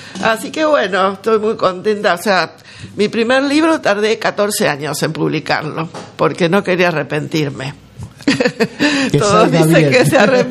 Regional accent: San Fernando, Buenos Aires Province, Argentina; Yo soy de San Fernando, de la Buena Vista.

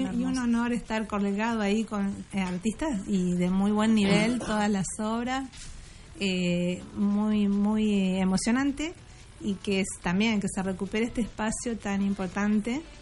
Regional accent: Entre Ríos, Argentina; soy la única de Entre Ríos.

